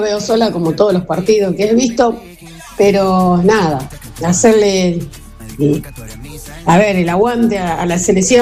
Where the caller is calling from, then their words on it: Argentina; y como todo argentino, vamos a sufrir